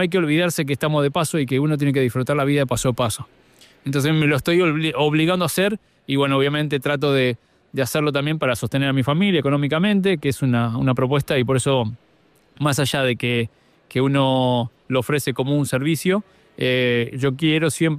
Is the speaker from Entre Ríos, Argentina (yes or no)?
no; Mar del Plata, Buenos Aires Province, Argentina; born there; Soy nacido en Argentina, en Mar del Plata, una ciudad balnearia de costa. y soy nieto de gallegos.